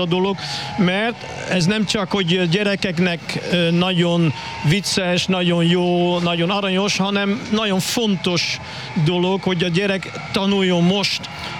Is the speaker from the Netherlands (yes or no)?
yes; Netherlands; Hungarian is a second language; now in Pécs, Hungary; Én holland vagyok